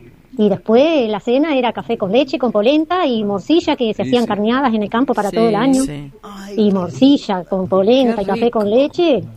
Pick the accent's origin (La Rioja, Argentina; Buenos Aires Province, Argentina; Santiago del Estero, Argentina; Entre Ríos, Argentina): Entre Ríos, Argentina; Arroyo Molino; now in Concepción del Uruguay, Argentina; de Concepción del Uruguay. Me crié en Arroyo Molino, por acá cerca nomás.